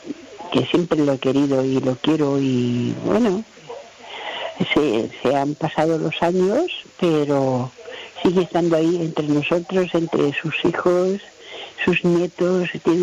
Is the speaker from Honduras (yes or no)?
no; Palma, Balearic Islands, Spain; Hola, Manu. Buenas noches. … de Palma.